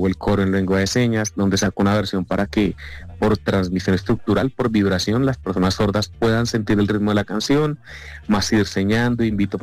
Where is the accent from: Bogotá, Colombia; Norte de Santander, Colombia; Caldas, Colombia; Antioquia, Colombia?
Bogotá, Colombia; de esos orgullosos de mi querida Bogotá, pero amo representar a mi país. Yo vengo de una familia taxista